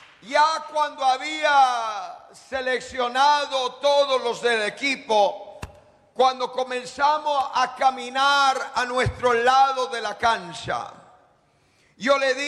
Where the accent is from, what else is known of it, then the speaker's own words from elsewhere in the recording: Guatemala; Yo crecí en Latinoamérica y uno de los deportes más favoritos es el fútbol. Veo que también les gusta aquí. Aleluya.